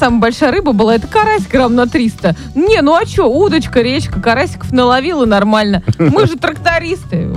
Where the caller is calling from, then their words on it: Irkutsk, Irkutsk Oblast, Russia; Добрый вечер. Я из Иркутска.